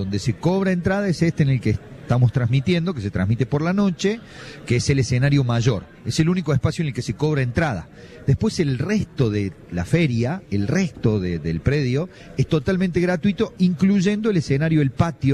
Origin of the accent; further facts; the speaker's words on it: Jesús María, Córdoba, Argentina; Nosotros sí. Somos de Jesús María, decimos que el festival de Jesús María es